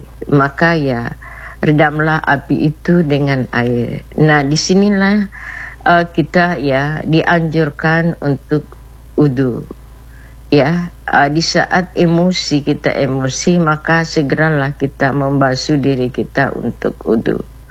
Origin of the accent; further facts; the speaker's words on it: South Sulawesi, Indonesia; dan ini kan sejalan dengan falsafah kita ya sebagai orang Bugis